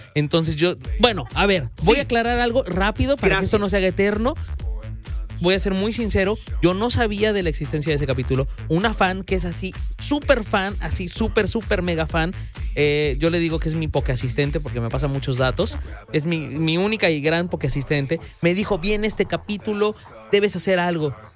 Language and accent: Spanish; Mexico; Es que sí somos los mexicanos.